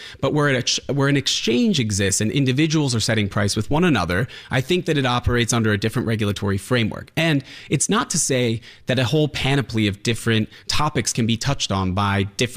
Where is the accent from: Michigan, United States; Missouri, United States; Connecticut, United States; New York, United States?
New York, United States; as both a New Yorker and a lawyer